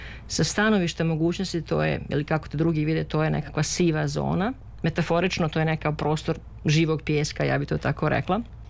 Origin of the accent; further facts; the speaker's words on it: Prijedor, Republika Srpska, Bosnia & Herzegovina; narod će izvati starim curama ili već kako to se kaže kod mene gdje sam odrasla u Prijedoru.